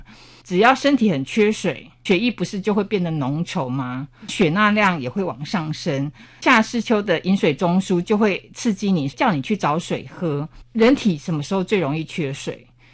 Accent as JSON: {"language": "Chinese", "country": "Taiwan"}